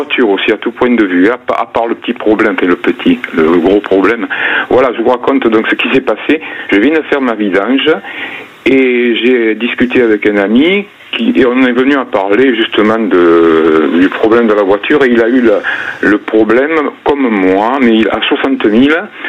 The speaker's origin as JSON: {"language": "French", "town": "Arles", "region": "Provence-Alpes-Côte d'Azur", "country": "France", "said": "D'à côté d'Arles. Ah. Dans les Bouches du Rhône."}